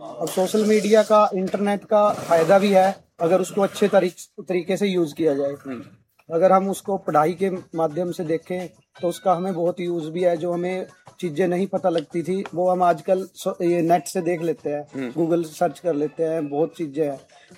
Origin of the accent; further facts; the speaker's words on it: Teja Mori, Haryana, India; मैं यहीं तेजा मोड़ी गांव का रहने वाला हूं